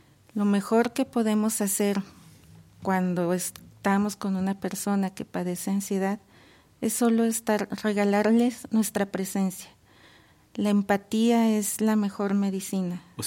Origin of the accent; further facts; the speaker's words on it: Mexico; seguimos siendo mexicanos